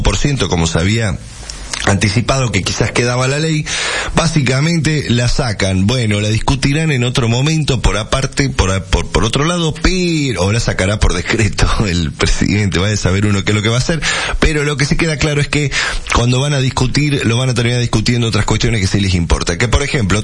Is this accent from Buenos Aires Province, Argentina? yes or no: no; Salta, Argentina; A nosotros en Salta